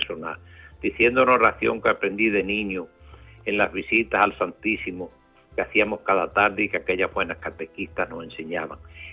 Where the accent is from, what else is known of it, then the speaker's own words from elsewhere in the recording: Arroyomolinos de León, Andalusia, Spain; Arroyomolinos de León, Huelva.